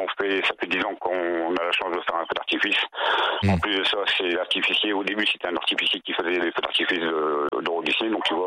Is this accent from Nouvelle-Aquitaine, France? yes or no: no; Hauts-de-France, France; parce qu'on est du Nord … parce que on est tous des routiers.